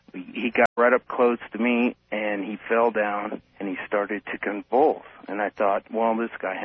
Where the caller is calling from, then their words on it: Denver, Colorado, United States; I'm calling from Denver.